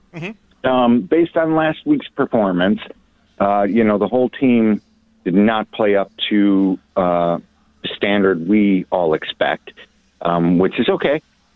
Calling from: Phoenix, Arizona, United States; Good morning from Phoenix, Arizona.

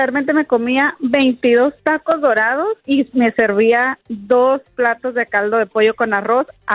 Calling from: Tijuana, Baja California, Mexico; Soy de Tijuana.

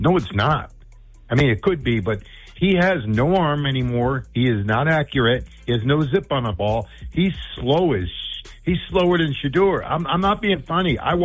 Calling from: Dallas, Texas, United States; in Dallas

